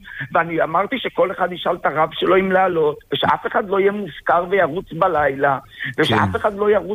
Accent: Tel Aviv, Tel Aviv District, Israel; born there; moved away; אני תל אביבי במקור

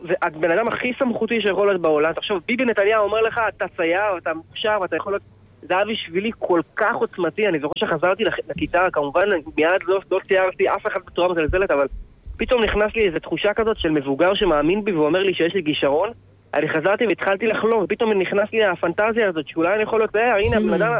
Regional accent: Jerusalem, Jerusalem District, Israel; born there; אני גדלתי בתלמוד תורה, תורת אמת בירושלים

